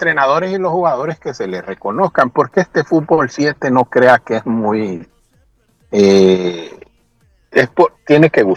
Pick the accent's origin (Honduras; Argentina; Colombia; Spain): Honduras